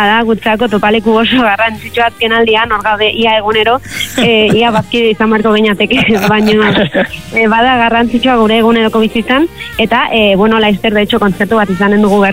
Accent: Pamplona, Navarre, Spain; Ni Iruñakoa naiz

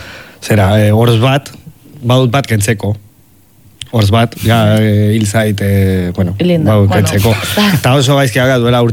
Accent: Pamplona, Navarre, Spain; nik ez dut euskalkirik, Iruñakoa naiz

